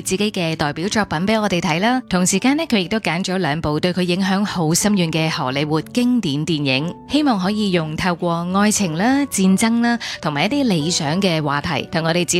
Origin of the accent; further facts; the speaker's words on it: Hong Kong; 我们香港人